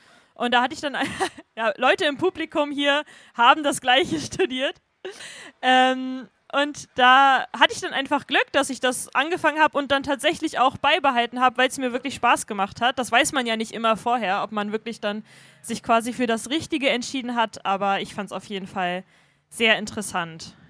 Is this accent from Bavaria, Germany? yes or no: no; Rostock, Mecklenburg-Vorpommern, Germany; Genau, ich komme aus Rostock, auch ursprünglich born and raised quasi. Ich war zwischendurch mal ein Jahr weg während der Schulzeit im Ausland